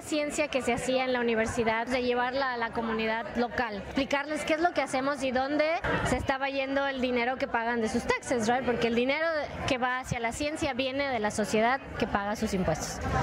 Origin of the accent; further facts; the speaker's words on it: Mexico; soy de México.